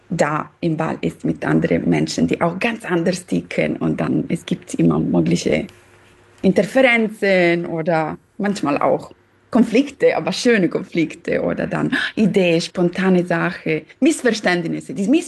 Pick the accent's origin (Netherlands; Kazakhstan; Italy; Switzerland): Italy; Southern Italy; German is a second language; now in Germany; Ich komme aus Süditalien und wir sind hier jetzt in Deutschland seit eigenen Jahren.